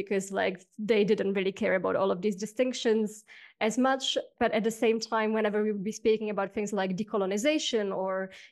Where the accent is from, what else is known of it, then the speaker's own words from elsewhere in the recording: Czechia; first language Czech; English is a second language; moved away as an adult; also born or lived in Norway / Budapest; English became my primary language. I was thinking in English. I was working in English. I was reading in English. And Czech was this, like, intimate thing I had with my family.